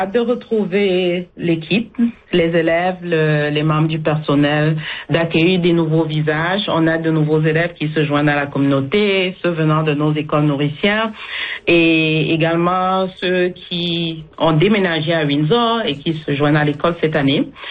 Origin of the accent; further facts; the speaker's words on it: Bafoussam, West, Cameroon; déplacement au Cameroun, en Afrique, où j'ai eu le plaisir de passer quelques temps avec ma famille dans ma ville natale à Bafoussam.